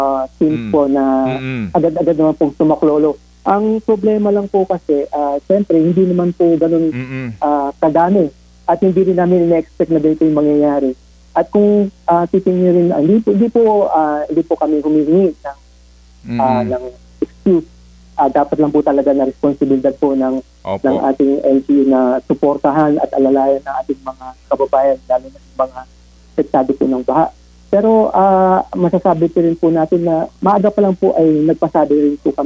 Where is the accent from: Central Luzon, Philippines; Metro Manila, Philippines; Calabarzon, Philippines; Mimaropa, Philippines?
Metro Manila, Philippines; Pasig; Palipat pa lang po ako ng Parañaque. Actually, taga Pasig po ako.